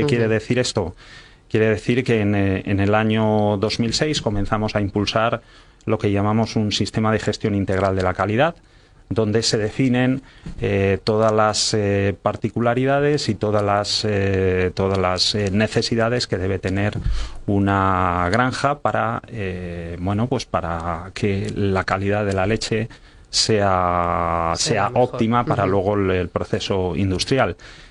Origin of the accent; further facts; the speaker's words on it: Valladolid, Castile and León, Spain; Bueno, yo soy vallisoletano, pero también soy zamorano porque mi ascendencia es desde allí.